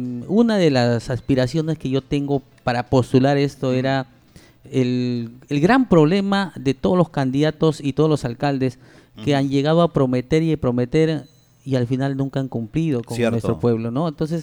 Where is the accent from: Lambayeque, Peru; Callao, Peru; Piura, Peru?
Lambayeque, Peru; Monsefú; yo vengo del sector de Micarcape, Monsefú, es un caserío en la cual nosotros hemos trabajado ahí. Bueno, hemos nacido en el campo.